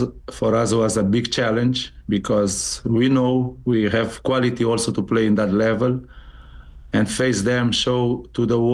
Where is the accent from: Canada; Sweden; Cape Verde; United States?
Cape Verde; we used to say we are from Cape Verde, but or Cabo Verde, but people around the world, they didn't know where is Cape Verde